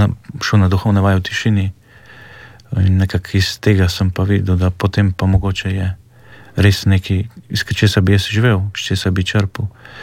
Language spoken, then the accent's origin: Slovenian; Ljubljana, Central Slovenia, Slovenia; Rojen sem davnega leta 1988. Tako da odraščal sem v Ljubljani, ja, v župni Ljubljana Dravlje, kot prvi od štirih otrok.